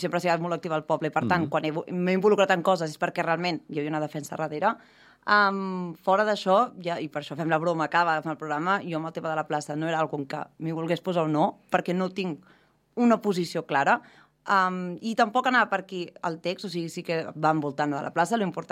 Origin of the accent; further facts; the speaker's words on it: Sant Feliu de Codines, Catalonia, Spain; born there; sí que soc nascuda a Sant Feliu